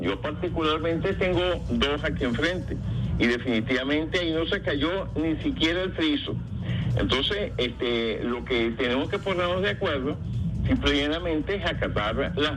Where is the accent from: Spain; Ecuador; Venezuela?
Venezuela; quienes habitamos en Venezuela somos los venezolanos, los y las venezolanas.